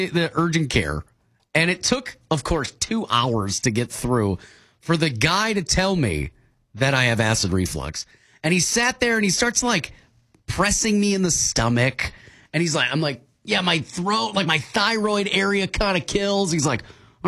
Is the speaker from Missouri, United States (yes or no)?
no; Little Canada, Minnesota, United States; born or raised there